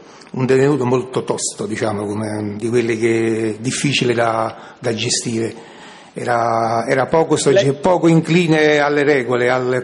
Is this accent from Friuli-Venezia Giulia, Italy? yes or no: no; Cellole, Campania, Italy; Innanzitutto perché io sono di Cellole, quindi sarebbe 15 chilometri.